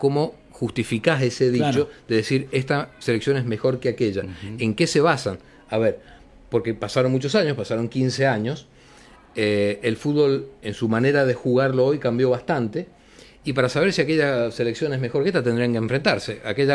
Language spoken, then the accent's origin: Spanish; Argentina